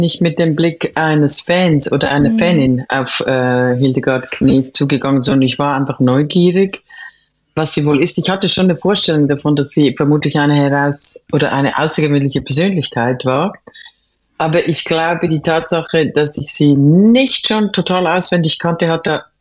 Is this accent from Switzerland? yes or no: yes; Switzerland; moved away as an adult; now in Cologne, Germany; Bin ich Schweizerin, aber man würde es nicht denken, ich lebe seit 25 Jahren oder mehr als 25 Jahren in Köln, weil ich dort an der KHM studiert habe